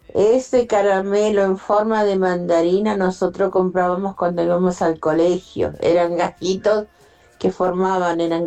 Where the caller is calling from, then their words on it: Villa Ballester, Buenos Aires Province, Argentina; de Ballester.